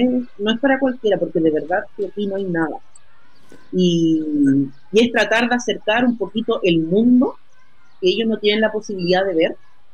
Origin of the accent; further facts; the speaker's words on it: Viña del Mar, Valparaíso, Chile; moved away as an adult; now in Chañaral, Chile; yo soy de Viña del Mar.